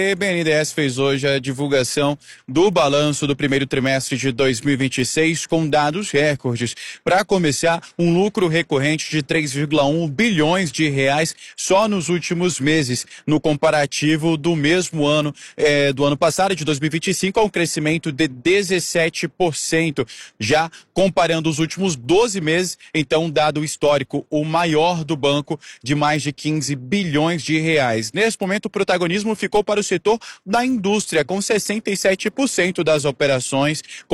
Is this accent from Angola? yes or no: no; Roraima, Brazil; now in São Paulo, Brazil; Sou lá de Roraima, terra das cachoeiras e do sol escaldante.